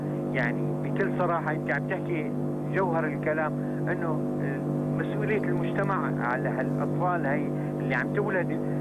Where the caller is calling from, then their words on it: Damascus, Damascus Governorate, Syria; أنا عم بحكيك من الشام.